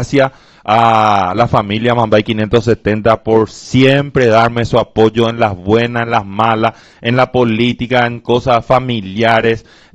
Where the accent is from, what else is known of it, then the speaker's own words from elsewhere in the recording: Pedro Juan Caballero, Amambay, Paraguay; nacido y crecido en Pedro Juan Caballero.